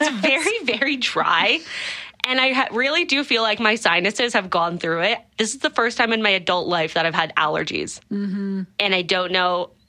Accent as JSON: {"language": "English", "town": "London", "region": "Ontario", "country": "Canada", "tie": "born or raised there", "said": "It's kind of the best of both worlds for me, because I grew up in London, Ontario."}